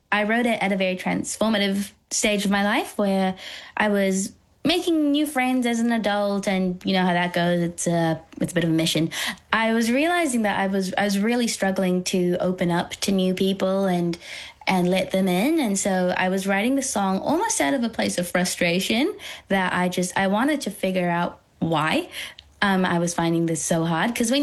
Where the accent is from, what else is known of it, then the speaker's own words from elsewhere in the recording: Bangladesh; My biggest musical influence is my own culture. I'm from Bangladesh.